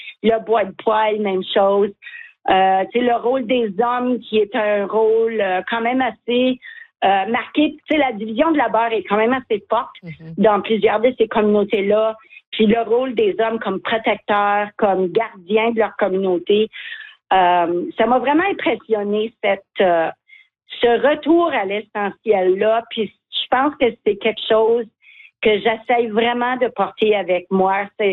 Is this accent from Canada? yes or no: yes; Mattawa, Ontario, Canada; moved away; moi, je viens de Matawa.